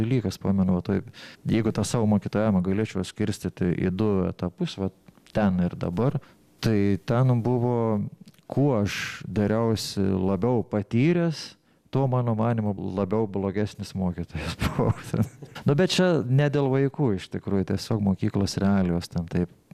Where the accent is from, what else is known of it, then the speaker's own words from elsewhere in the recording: Samogitia, Lithuania; Ir kartu supranti, kad tam yra daug kažkokių marginalų, bet juk tarsi garsėja. Tai kiekis ir kartu tu negali atsiriboti visai nuo to, nes nu, tu žemaitis esi vis tiek.